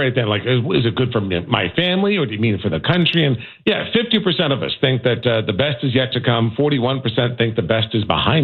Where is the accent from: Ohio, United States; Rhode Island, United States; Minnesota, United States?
Rhode Island, United States; I grew up in Rhode Island